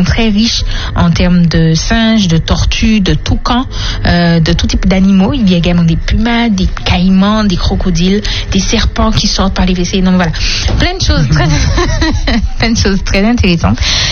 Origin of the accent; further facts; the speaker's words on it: French Guiana; mais il y en a un peu chez nous en Guyane.